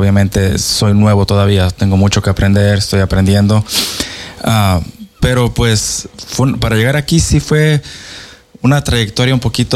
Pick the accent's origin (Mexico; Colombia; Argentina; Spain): Mexico; moved away as an adult; now in United States; yo nací y crecí en México. Yo vine aquí cuando tenía casi 18 años. Entonces llegué aquí y pues obviamente fue un poquito, como digo, larga la trayectoria, ¿verdad? Llegar aquí, aprender el inglés un poquito.